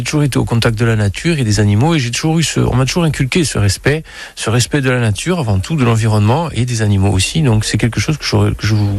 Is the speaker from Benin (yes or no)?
no; Petreto-Bicchisano, Corsica, France; moved away as an adult; now in Vignale, France; ça a été mon village d'adoption, puisque je suis originaire de Petrito Bequizano. Et donc, j'ai rencontré mon épouse à Bastia, et je me suis installé dans sa région